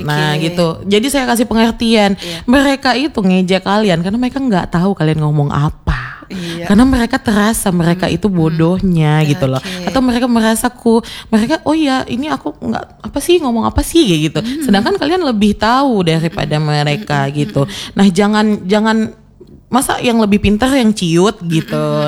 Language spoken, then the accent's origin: Indonesian; Aceh, Indonesia; kita orang Aceh